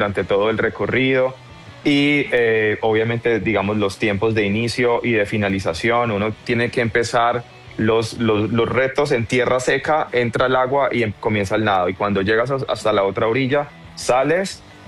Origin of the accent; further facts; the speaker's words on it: Colombia; yo estoy representando a Colombia, porque pues soy nadador colombiano.